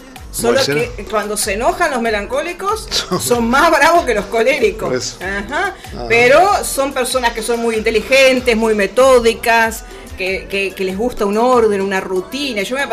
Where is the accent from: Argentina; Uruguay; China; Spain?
Uruguay; Hemos pasado tantas cosas los uruguayos.